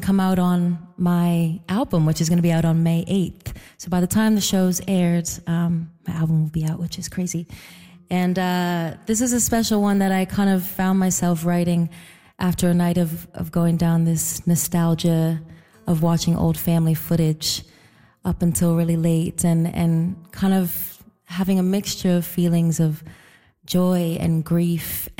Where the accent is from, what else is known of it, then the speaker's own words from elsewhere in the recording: Canning, Nova Scotia, Canada; As a kid, I remember growing up in Canning, and just it was such a wonderful place to grow up.